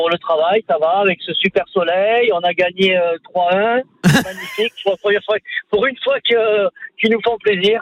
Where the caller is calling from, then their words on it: Cazillac, Occitanie, France; Je suis à Cazillac, ouais.